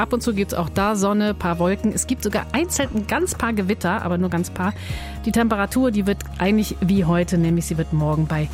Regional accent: Northern Germany, Germany; als Norddeutsche

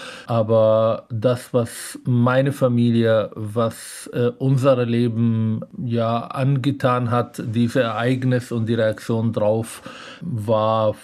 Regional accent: Palestine; Und vor allem als Palästinenser

